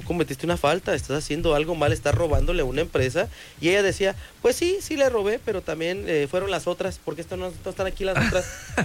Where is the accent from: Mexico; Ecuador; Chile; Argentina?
Mexico; Michoacán; yo soy originario de Michoacán